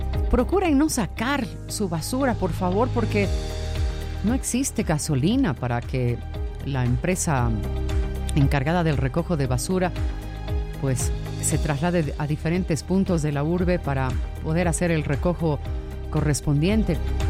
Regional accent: Bolivia; Somos bolivianos todos.

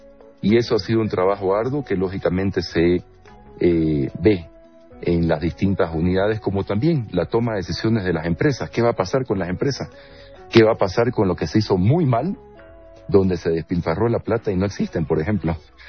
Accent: Bolivia

